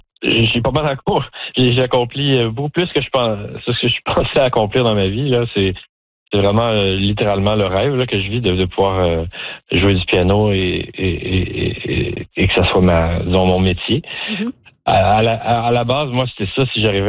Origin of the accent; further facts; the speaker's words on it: Joliette, Quebec, Canada; Moi, j'ai grandi à Joliette, au Québec, petite ville francophone à une heure de Montréal.